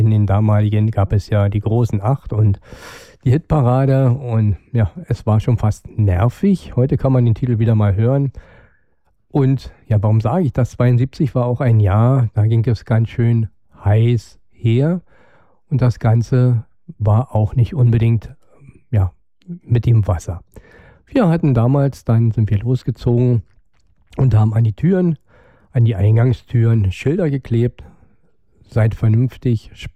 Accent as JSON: {"language": "German", "region": "Brandenburg", "country": "Germany"}